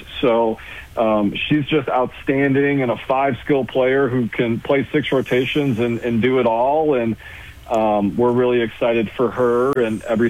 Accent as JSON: {"language": "English", "region": "Illinois", "country": "United States", "tie": "born or raised there", "also_born_or_lived": "Kansas / Wyoming", "moved": "as an adult", "lives_now": "Brookings, United States", "said": "I grew up outside Chicago."}